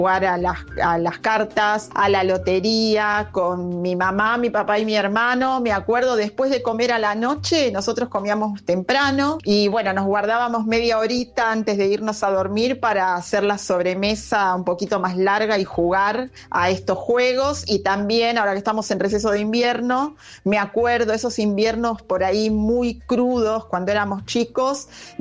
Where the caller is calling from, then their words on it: Temperley, Buenos Aires Province, Argentina; de Temperley.